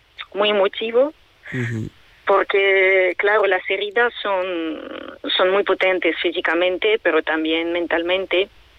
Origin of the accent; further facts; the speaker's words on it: Kyiv, Ukraine; now in Logroño, Spain; yo que soy de Kiev